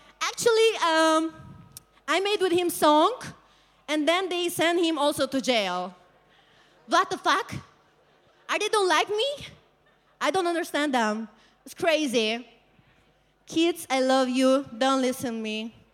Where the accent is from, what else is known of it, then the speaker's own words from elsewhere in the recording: Azerbaijan; English is a second language; Also, I'm from Azerbaijan, so this is Azerbaijan ass, not Turkish, made in Azerbaijan.